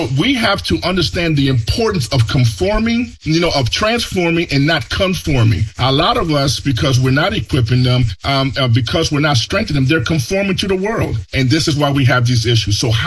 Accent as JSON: {"language": "English", "town": "Chicago", "region": "Illinois", "country": "United States", "tie": "born or raised there", "second_language": "English", "said": "because I grew up in the projects of Chicago, I got a chance to go to the University of Wi"}